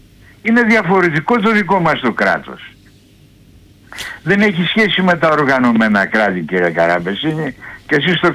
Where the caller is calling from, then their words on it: Platamonas, Central Macedonia, Greece; από την Πλαταμόνα.